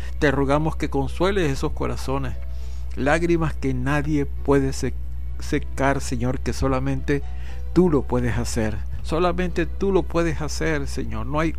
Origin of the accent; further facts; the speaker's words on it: Venezuela; nos involucra a todos como venezolanos, como hermanos de esta patria